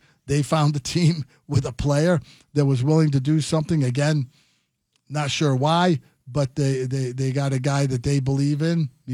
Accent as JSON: {"language": "English", "region": "East Coast", "country": "United States", "tie": "born or raised there", "said": "as you and I, Spence, know, growing up in the East Coast, kick the can down the road"}